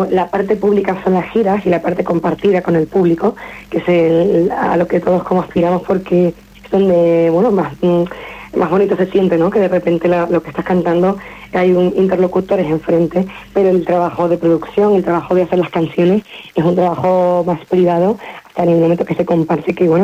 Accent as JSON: {"language": "Spanish", "region": "Canary Islands", "country": "Spain", "also_born_or_lived": "La Palma", "said": "la definición de mi familia, de mi tierra y de mí misma siempre va a estar impregnada por de dónde he venido y cómo, los valores con los que he crecido. Pero supongo que en este disco he indagado un poco más en cómo se siente la palmera"}